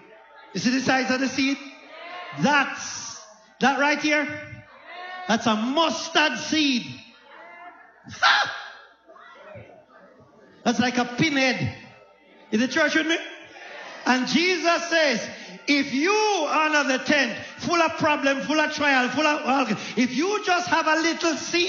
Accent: Jamaica; I'm from Jamaica, and nobody grow mustard.

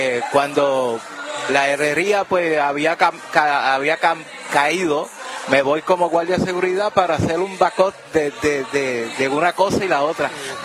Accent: Añasco, Puerto Rico; Yo soy natural de aquí, de Añasco.

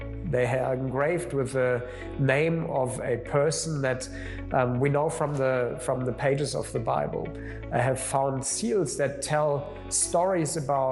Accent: southern Germany, Germany; moved away as an adult; also born or lived in Berlin / Austria / South Africa; We then moved into the south of Germany. I grew up there.

